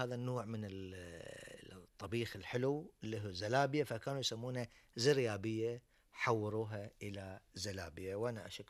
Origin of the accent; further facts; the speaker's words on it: Bahrain; إحنا كبحرينيين